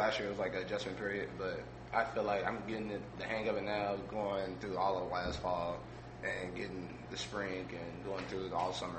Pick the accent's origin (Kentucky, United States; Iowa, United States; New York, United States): Kentucky, United States; Louisville; Knowing we got a chance to do something really special here in Louisville, and knowing that's my hometown, and I get to be a part of that, that means a lot.